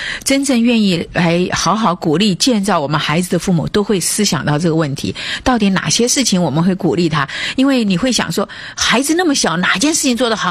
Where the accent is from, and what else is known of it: China; moved away